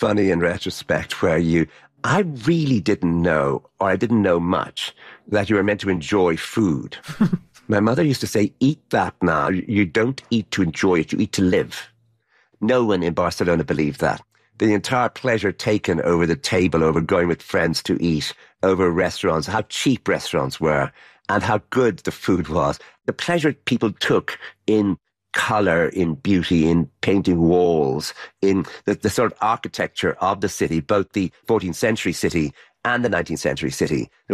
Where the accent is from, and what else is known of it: Ireland